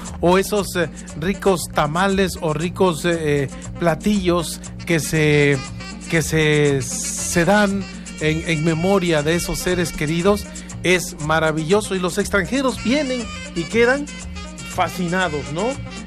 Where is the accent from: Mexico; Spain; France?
Mexico; nosotros como mexicanos